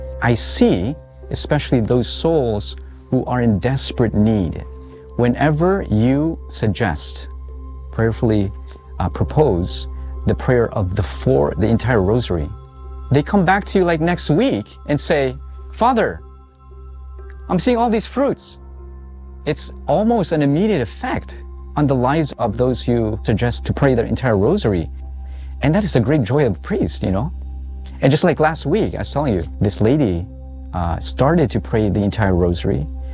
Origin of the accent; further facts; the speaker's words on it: Canada; Filipino, so I'm cradle Catholic, but I grew up in Canada.